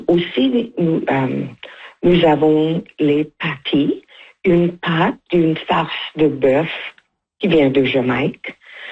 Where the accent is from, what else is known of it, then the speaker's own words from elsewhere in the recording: Trinidad & Tobago; now in Manitoba, Canada; de Trinidad et Tobago.